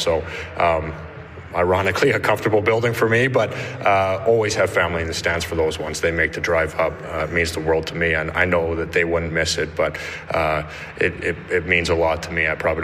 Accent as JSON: {"language": "English", "town": "Calgary", "region": "Alberta", "country": "Canada", "tie": "born or raised there", "said": "I also love winter. I know that sounds odd, but I grew up in Calgary. Hockey's played in the snow."}